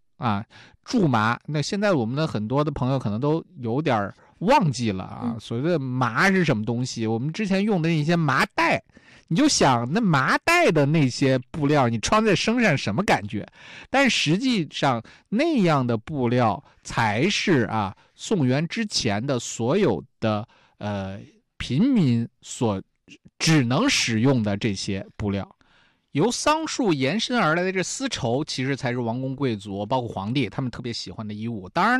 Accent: China; 对于我们中国人非常非常重要啊

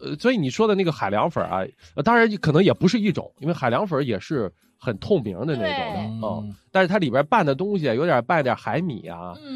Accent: Qingdao, Shandong, China; moved away; 我们青岛话叫半过色儿

